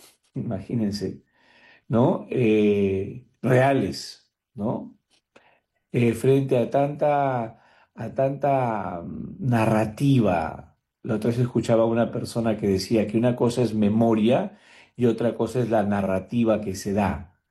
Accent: Peru; como cristianos, como peruanos.

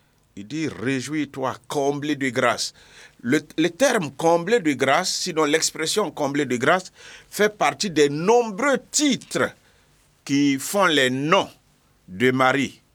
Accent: Bondoukou, Zanzan, Côte d’Ivoire; Je suis natif de Bondoukou, et c'est avec beaucoup de joie que je vous parle aujourd'hui.

